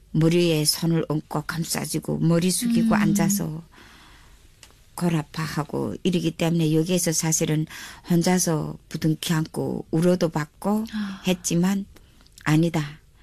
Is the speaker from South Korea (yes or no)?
no; North Korea; moved away as an adult; also born or lived in China; 우리는 북한에서 살면서 내가 30살 되게 중국에 내가 탈북했는데